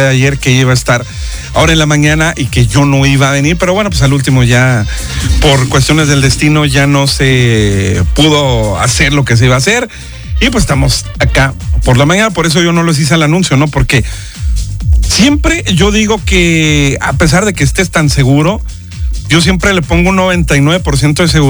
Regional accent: Mexico

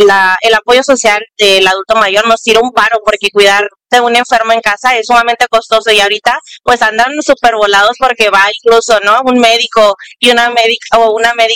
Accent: Mexico; como mexicanos y mexicanas

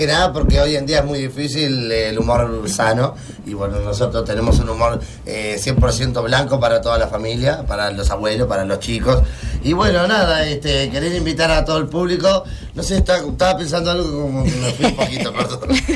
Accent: Argentina; somos de Argentina, somos quinta generación de circo.

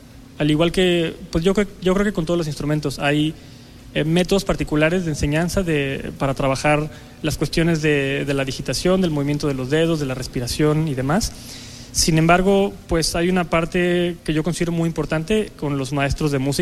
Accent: Celaya, Guanajuato, Mexico; Yo soy de Celaya, Guanajuato.

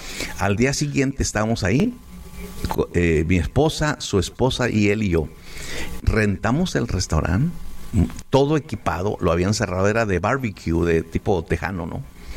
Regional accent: San Luis Potosí, Mexico; Dios nos habló a mi esposa y a mí que tenemos que abrir una iglesia en mi pueblito o campus San Luis Potosí.

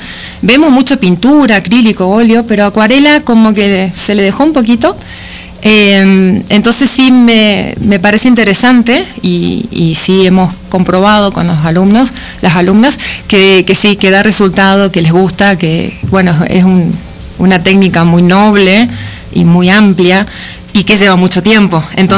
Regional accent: Misiones, Argentina; moved away; Del norte, de Misiones.

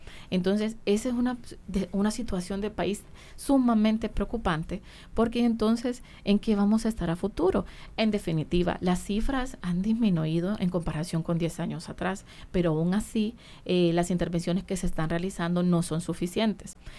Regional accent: Honduras

